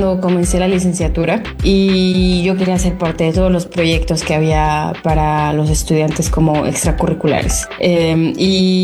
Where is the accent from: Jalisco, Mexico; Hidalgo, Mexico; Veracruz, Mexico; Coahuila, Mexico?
Hidalgo, Mexico; Pachuca; now in Paris, France; Yo soy originaria de Pachuca, Hidalgo. Nací y crecí en Pachuca.